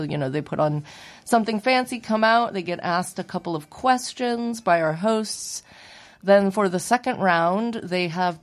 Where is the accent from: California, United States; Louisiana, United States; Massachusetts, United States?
California, United States; Arcata; especially having grown up here. I grew up in Arcata